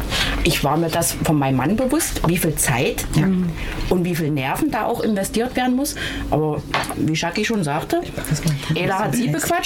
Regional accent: Saxony-Anhalt, Germany; moved away as an adult; Ich komme von der anderen Saale-Seite

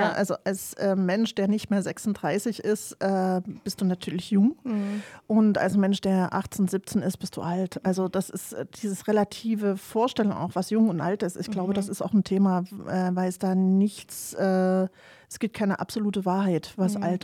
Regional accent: Leipzig, Saxony, Germany; Also ich bin ja in der DDR groß geworden und hatte dadurch natürlich eine andere Prägung.

